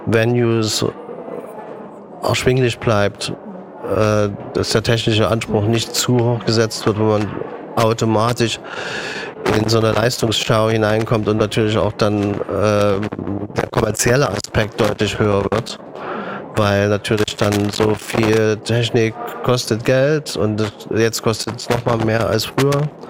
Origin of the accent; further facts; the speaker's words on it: Germany; ich bin an der DDR groß geworden.